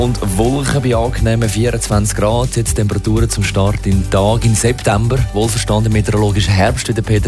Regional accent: Switzerland; sind wir Schweizer wirklich so vereinsgeil?

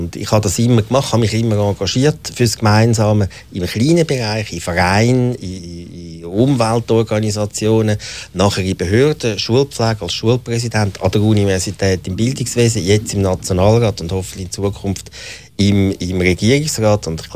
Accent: Switzerland

